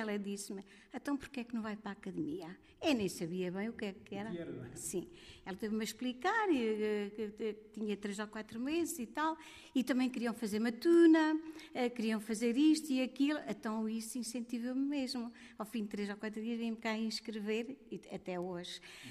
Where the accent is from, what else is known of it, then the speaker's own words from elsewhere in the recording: Três Povos, Castelo Branco, Portugal; now in Fundão, Portugal; sou dos Três Povos, moro no Fundão há 44 anos